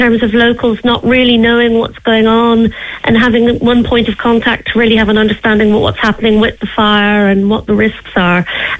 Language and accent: English; Glencree, County Wicklow, Ireland; growing up in Glencree